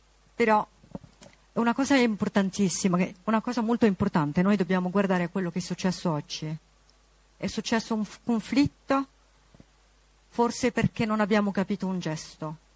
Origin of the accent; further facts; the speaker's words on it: Lebanon; now in Italy; nel mio paese d'origine, in Libano